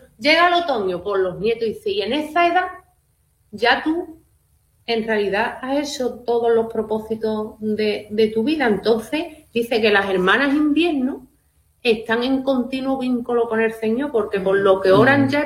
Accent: Andalusia, Spain; Que nosotros estamos acostumbradas a nuestras comidas andaluzas.

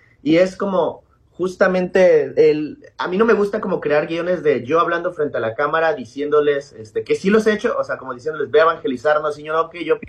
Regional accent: Veracruz, Mexico; estado que se llama Veracruz, es del puerto, soy porteño directamente.

